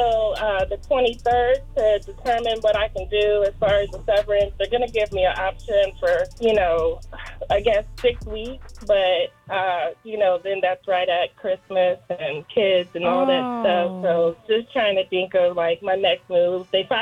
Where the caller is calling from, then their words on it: Powder Springs, Georgia, United States; I'm calling from Powder Springs.